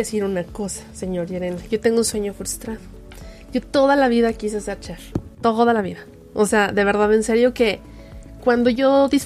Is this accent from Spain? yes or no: no; Mexico; soy mexicana